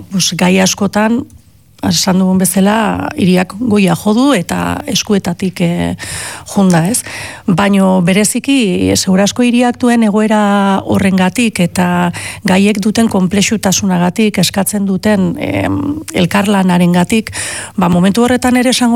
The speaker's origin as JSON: {"language": "Basque", "town": "San Sebastián", "region": "Basque Country", "country": "Spain", "said": "ez ni oso donostiarra naiz, esaten nuen hautagaitza aurkesterakoan egin nuen bideo horretan, iatarra, Loiolan bizi naizena azkeneko urte hauetan"}